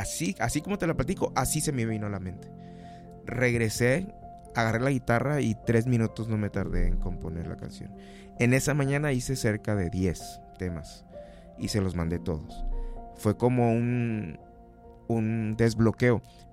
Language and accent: Spanish; Mexico